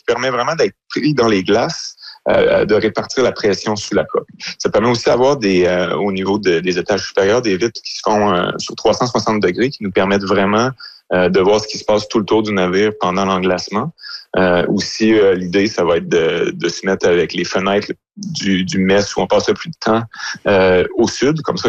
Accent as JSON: {"language": "French", "region": "Quebec", "country": "Canada", "said": "Ah oui, mais moi, je viens de l'Abitibi, donc je suis habitué, oui."}